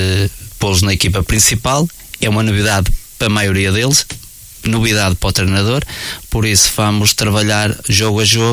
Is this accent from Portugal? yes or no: yes; Amarante, Norte, Portugal; moved away as an adult; now in Alpendorada, Portugal; eu sou o natural de Amarante e só estou há cerca de 10, 15 anos em Albiada.